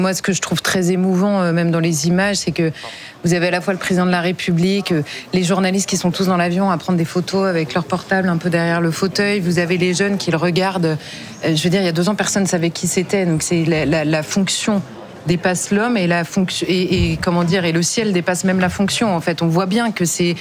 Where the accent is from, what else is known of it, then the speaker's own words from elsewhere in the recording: France; en tant que Française, en tant que catholique, en tant que femme